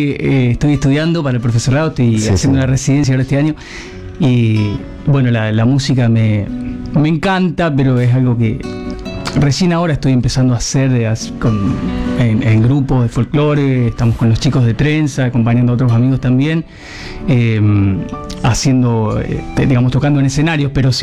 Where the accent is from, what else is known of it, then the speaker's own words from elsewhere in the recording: Arequito, Santa Fe, Argentina; nosotros somos de Arequito con mi familia